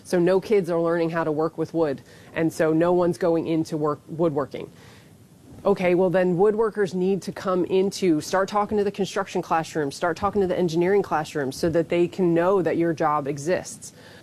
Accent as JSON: {"language": "English", "region": "East Coast", "country": "United States", "moved": "yes", "lives_now": "California, United States", "said": "I'm from the East Coast, so it's different."}